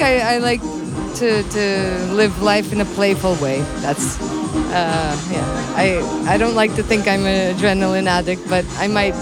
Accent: Lugano, Ticino, Switzerland; Next week I'm playing in Lugano, my hometown.

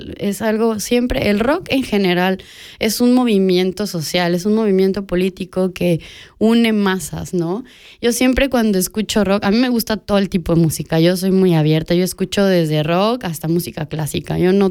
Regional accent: Mexico; esta melancolía que tenemos como latinoamericanos y mexicanos con esta música del rock banquetera, callejera, que nos traslada a no solo a nuestras casas, a nuestra tierra

